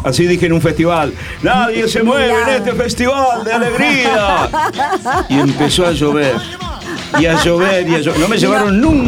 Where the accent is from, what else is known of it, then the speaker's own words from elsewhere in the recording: Corrientes, Argentina; el correntino.